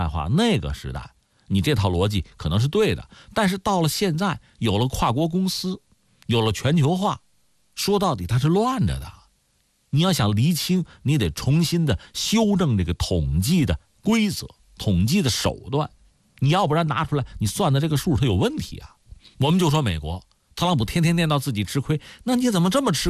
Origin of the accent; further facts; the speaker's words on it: China; 我中国人